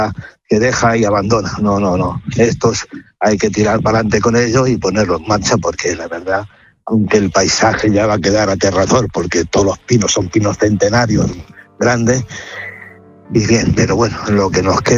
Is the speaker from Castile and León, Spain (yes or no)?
yes; Casillas, Castile and León, Spain; yo soy de Casillas, un pueblo aquí al lado, y empecé a apagar fuego con 10 años.